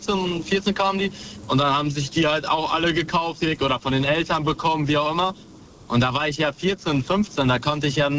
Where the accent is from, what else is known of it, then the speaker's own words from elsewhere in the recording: Dortmund, North Rhine-Westphalia, Germany; born there; also born or lived in Poland; Ich komme aus Dortmund